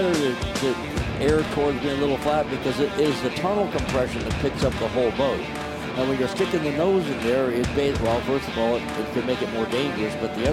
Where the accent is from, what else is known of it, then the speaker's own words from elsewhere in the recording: Florida, United States; Born and raised in Central Florida, electrical contractor.